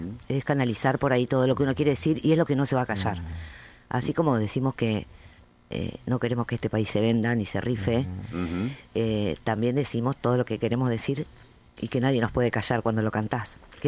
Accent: Argentina

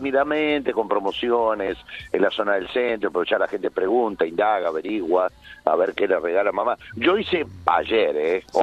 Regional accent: San Luis, Argentina; Los dos somos de San Luis.

